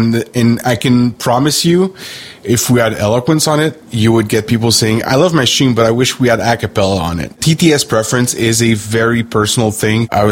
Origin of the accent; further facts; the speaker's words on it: Canada; because I am a Canadian. So for my fellow Canadian